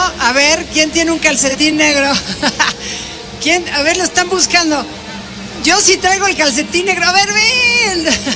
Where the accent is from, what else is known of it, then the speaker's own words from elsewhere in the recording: Puebla, Mexico; Así somos los poblanos.